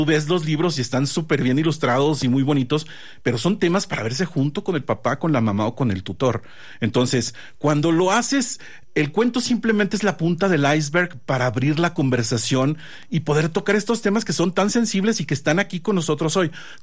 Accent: Saltillo, Coahuila, Mexico; nosotros venimos de Saltillo.

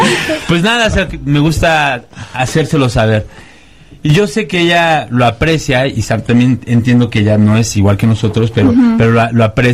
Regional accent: Mexico; Soy muy expresivo y como mexicanos nos gusta como todo el tiempo como que hacer mucho.

